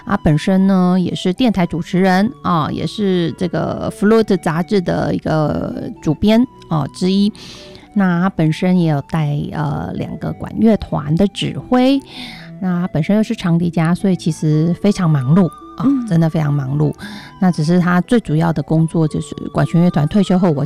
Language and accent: Chinese; Taiwan; 我们是来自台湾的音乐家